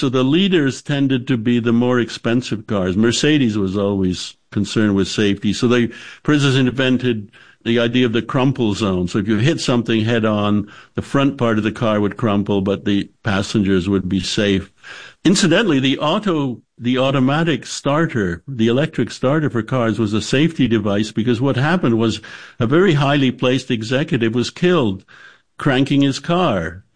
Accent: Canada; I grew up in Canada, which is, of course, very cold, which creates all sorts of special problems for cars.

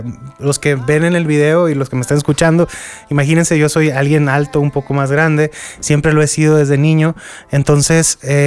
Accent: Culiacán, Sinaloa, Mexico; Yo soy mexicano, nací en Culiacán, pero te digo, crecí también rodeado del regional mexicano.

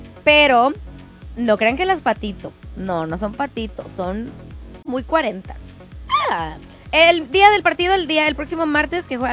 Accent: Mexico; Me encanta este feeling que todos como mexicanos estamos agarrando a raíz de estos primeros 3 partidos de la selección.

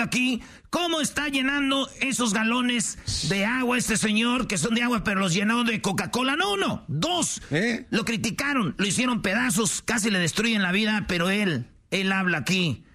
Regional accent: Jiquilpan, Michoacán, Mexico; a toda la banda de mi pueblo, Jiquilpan, Michoacán

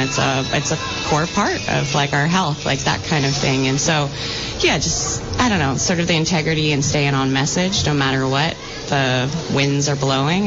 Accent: Vermont, United States; growing up in Vermont and having Bernie Sanders as, you know, an independent.

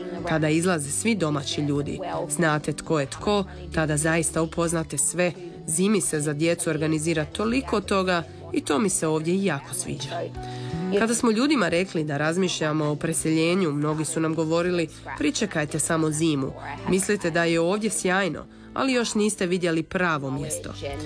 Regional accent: Perth, Western Australia, Australia; now in Croatia; Rođena sam i odrasla u Perthu. Volim Perth i još ga uvijek smatram jednim od najljepših gradova na svijetu.

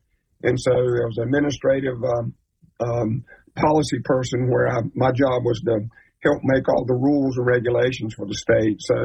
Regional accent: Bath, North Carolina, United States; I grew up in our oldest town in North Carolina, Bath. And so I grew up on the water, the banks of the Pamlico River.

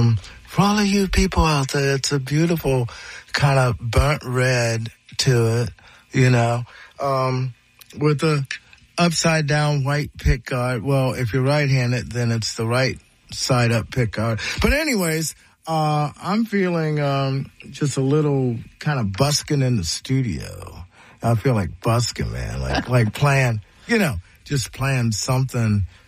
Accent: Ohio, United States; And I go, yeah, man, I'm from Ohio.

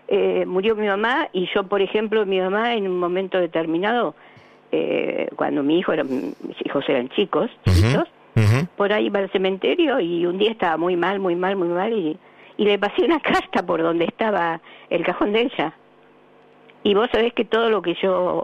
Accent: Buenos Aires, Argentina; De Cava, capital, Belgrano.

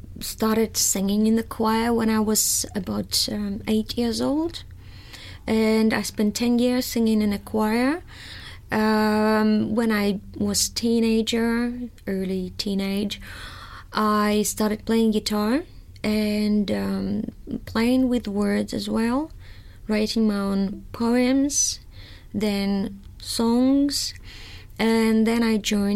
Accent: Russia; moved away as an adult; now in Australia; apparently, and I'm from Russia and have been in Australia for the last almost 9 years.

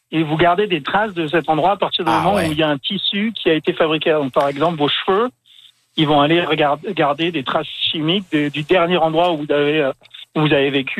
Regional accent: Guadeloupe; born there; Par exemple, moi, je suis né en Guadeloupe.

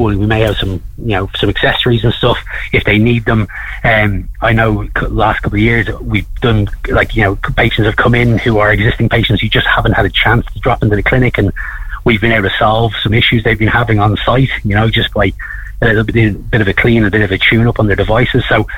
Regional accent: Wicklow, Leinster, Ireland; I'm from Wicklow originally.

